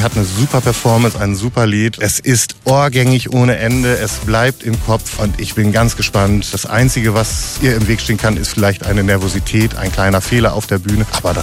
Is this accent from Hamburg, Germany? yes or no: no; Hürth, North Rhine-Westphalia, Germany; Ich komme aus Hürth